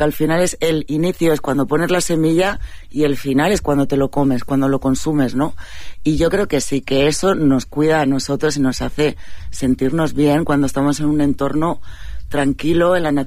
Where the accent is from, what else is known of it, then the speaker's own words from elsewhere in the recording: La Palma, Canary Islands, Spain; Yo recuerdo de pequeña, cuando yo me crié aquí en La Palma, aunque me escuchen de fuera, yo vine aquí con 8 años